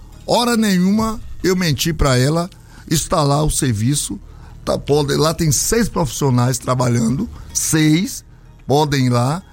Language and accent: Portuguese; Piauí, Brazil; born there; porque realmente eu nasci em Piauí.